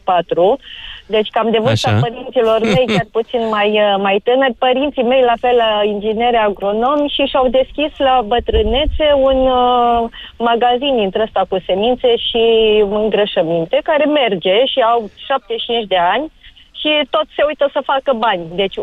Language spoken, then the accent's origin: Romanian; Craiova, Dolj, Romania; born there; moved away as an adult; am plecat din Craiova la București la facultate